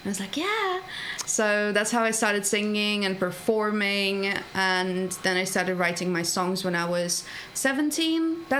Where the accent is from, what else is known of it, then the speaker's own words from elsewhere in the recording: Mykolaiv, Mykolaiv Oblast, Ukraine; moved away as an adult; now in Trowbridge, United Kingdom; I was born in Mykolaiv, which is south coast of Ukraine. Mm-hmm. And I've lived there my whole life. I was raised there. I went to the same school my whole life.